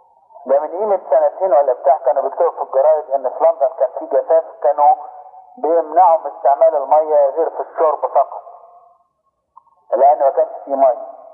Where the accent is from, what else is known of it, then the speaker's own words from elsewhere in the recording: Egypt; انما التاريخ عندنا في مصر هنا